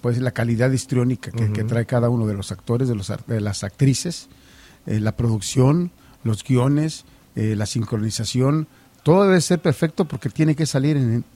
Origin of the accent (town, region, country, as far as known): Guanajuato, Mexico; born there; moved away